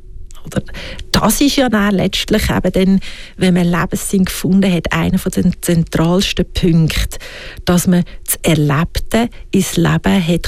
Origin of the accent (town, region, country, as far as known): Switzerland